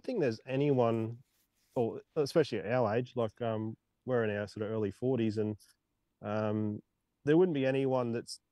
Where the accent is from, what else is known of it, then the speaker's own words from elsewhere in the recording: Queensland, Australia; moved away; I'm originally from Queensland, so I spent a lot of time with Damien working and just mucking around up in Queensland when I lived in Brisbane